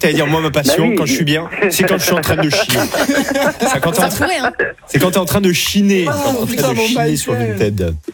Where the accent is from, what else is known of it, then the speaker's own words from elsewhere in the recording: Mont-de-Marsan, Nouvelle-Aquitaine, France; Non mais autant moi, chez moi, à Mont-de-Marsan, c'est très normal de discuter avec les gens dans la rue.